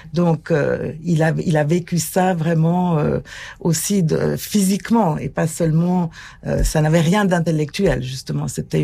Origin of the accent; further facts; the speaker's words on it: Geneva, Switzerland; malgré mon nom très français et parisien, je suis d'origine genevoise et donc protestante, mais ma famille était à Genève depuis le début du XIVe siècle.